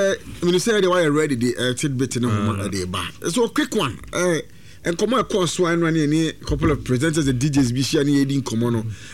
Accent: Ghana; We as a Ghanaian

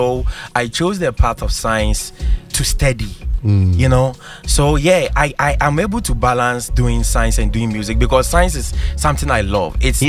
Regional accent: Ghana; You know how it is when you are growing up in Ghana, where you are raised by a single parent.

